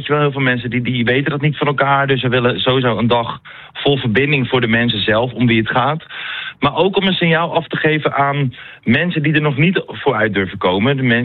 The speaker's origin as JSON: {"language": "Dutch", "region": "North Holland", "country": "Netherlands", "tie": "born or raised there", "said": "als ik kom zelf uit Noord-Holland, uit een dorp."}